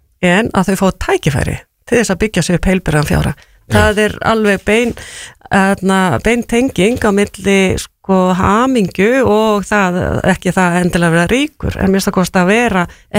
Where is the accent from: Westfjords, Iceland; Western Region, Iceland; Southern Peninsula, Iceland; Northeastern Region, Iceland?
Northeastern Region, Iceland; Húsavík; ég er frá Húsavík og þegar ég byrjaði þá var þetta ekki kennt þar sem dæmi